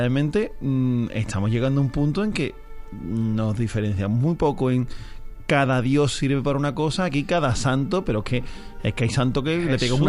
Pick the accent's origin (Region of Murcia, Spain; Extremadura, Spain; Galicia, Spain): Galicia, Spain; Lugo; Yo soy más de Lugo, pero en Galicia.